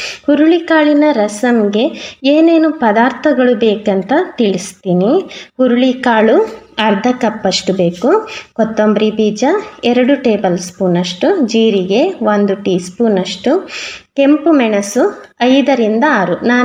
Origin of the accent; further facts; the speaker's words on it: Udupi district, Karnataka, India; ನಾನು ಮೂಲತಃ ಉಡುಪಿ ಜಿಲ್ಲೆಯವಳು.